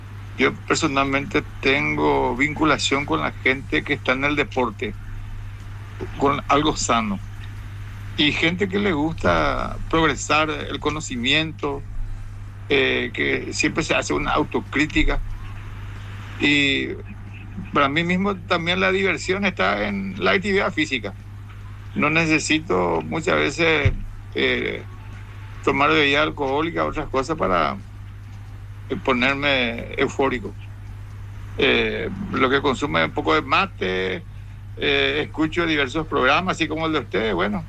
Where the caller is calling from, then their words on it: Fernando de la Mora, Central, Paraguay; Yo vivo en Fernando de la Mora, zona